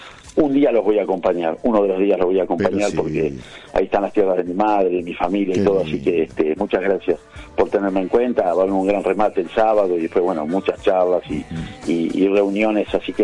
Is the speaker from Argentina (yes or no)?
yes; Huinca Renancó, Córdoba, Argentina; moved away; mi querida Winca Arnancó, mi tierra de Winca Arnancó